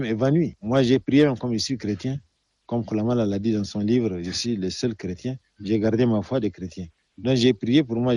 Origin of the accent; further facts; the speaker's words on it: Chad; moi, je suis un sudiste du Tchad.